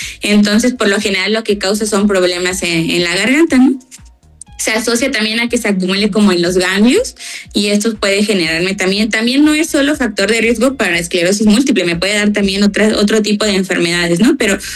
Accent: Mexico; mexicanos en general

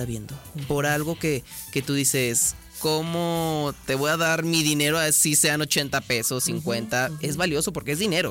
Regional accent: Aguascalientes, Mexico; born there; la traemos tatuada desde que decimos somos hidrocálidos. Así es. Nacimos en Aguascalientes.

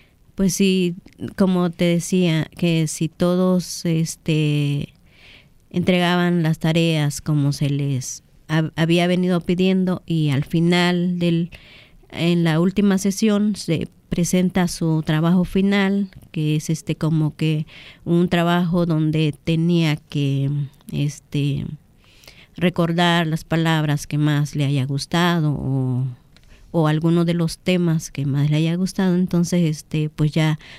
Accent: Veracruz, Mexico; nuestro estado de Veracruz

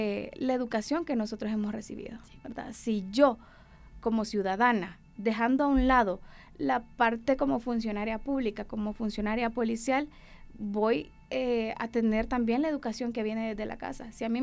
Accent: Honduras; es importante culturizarnos como hondureños

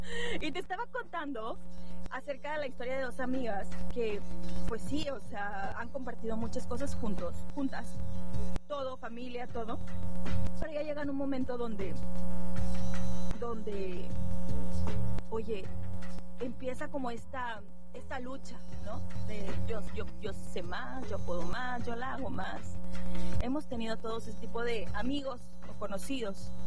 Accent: Monterrey, Nuevo León, Mexico; moved away; yo soy regiomontana. ¡Sí! ¡A mucha honra!

